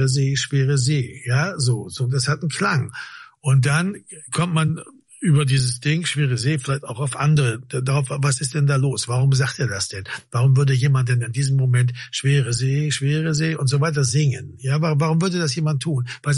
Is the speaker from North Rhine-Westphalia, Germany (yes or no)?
no; Bremen, Germany; born or raised there